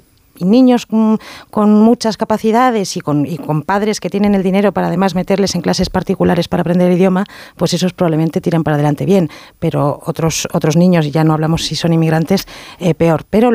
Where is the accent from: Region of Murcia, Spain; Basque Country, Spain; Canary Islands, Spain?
Basque Country, Spain; Y a mí y luego yo como vasca pues estoy escandalizada por los resultados en el País Vasco.